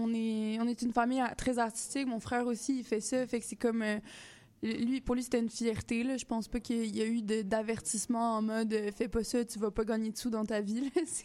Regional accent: Montreal, Quebec, Canada; also born or lived in Gaspé; moi, je suis née à Gaspé, mais j'ai fait mon primaire et mon secondaire à Montréal.

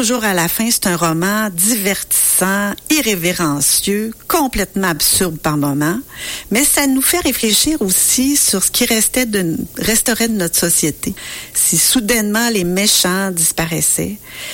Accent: Quebec, Canada

